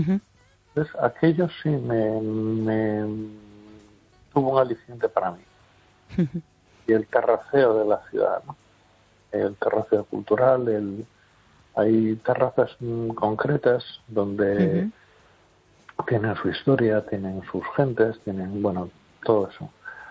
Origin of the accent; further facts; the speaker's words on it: Las Palmas de Gran Canaria, Canary Islands, Spain; yo, con todo mi respeto, soy pueblo canario. Yo en las Canarias, en la Palma de Gran Canaria